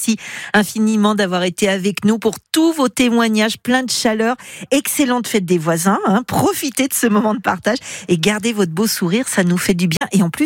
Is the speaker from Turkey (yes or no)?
no; Provence-Alpes-Côte d'Azur, France; chez nous en Provence